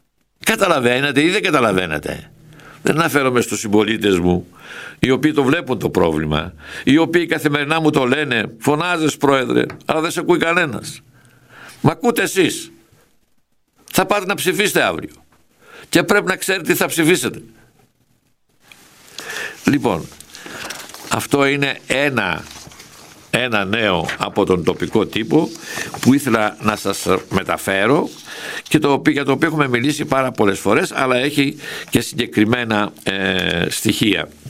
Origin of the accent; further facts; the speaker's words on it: Vasilopoulo, Epirus, Greece; στο χωριό μου, στο Βασιλόπουλο, Ζήτσας